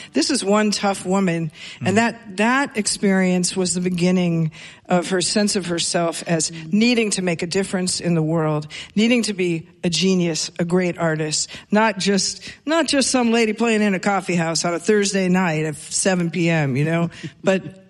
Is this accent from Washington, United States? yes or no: yes; Seattle, Washington, United States; First of all, given just my age when I grew up in Seattle, you know, I was a new wave girl